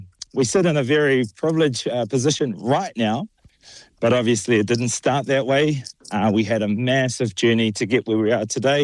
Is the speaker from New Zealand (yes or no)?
yes; Auckland, New Zealand; Growing up in Auckland City, you're more susceptible to the city life and the hustle and bustle, the dark alleyways, the streets.